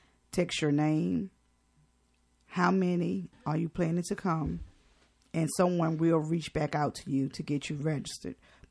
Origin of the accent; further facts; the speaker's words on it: Danville, United States; Of course, I'm the one from Danville, so I'm going to suggest a few places.